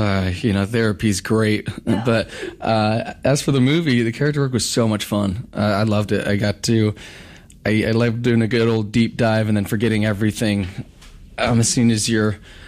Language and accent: English; Grand Rapids, Michigan, United States; now in Los Angeles, United States; Yeah, like you said, I'm from West Michigan, Grand Rapids, Stevensville area.